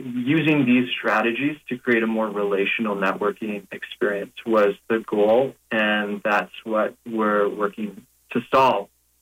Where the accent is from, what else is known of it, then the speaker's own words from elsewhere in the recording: Canada; I'm a Canadian champion of beatboxing.